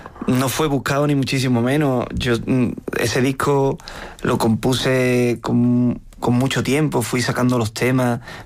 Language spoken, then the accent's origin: Spanish; Utrera, Andalusia, Spain; un disco que estaba muy enfocado en mi tierra, en Utrera.